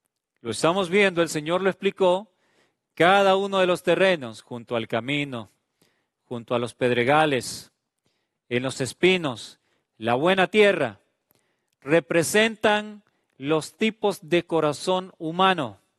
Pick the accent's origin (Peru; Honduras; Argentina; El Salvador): Honduras; como decimos popularmente en mi país, en Honduras.